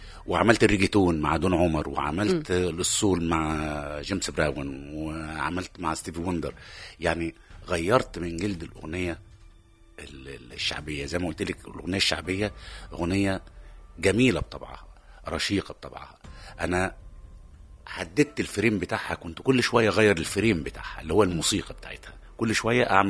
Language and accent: Arabic; Egypt; عندنا في مصر